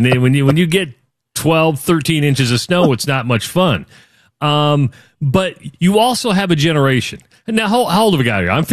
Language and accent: English; Iowa, United States; moved away as an adult; also born or lived in Nebraska; and I'm from Iowa. I worked in Nebraska for 20 some years. And so I covered the Huskers, but I grew up an Iowa fan.